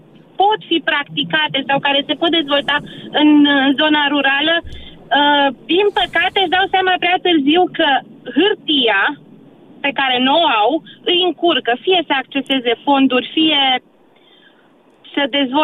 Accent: Plășcuța, Romania; În comuna Plășcuța.

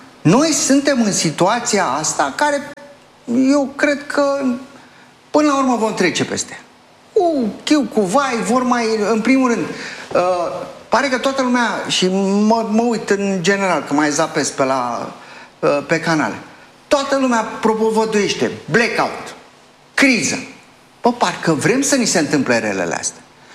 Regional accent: Gorj County, Romania; eu sunt din Gorj

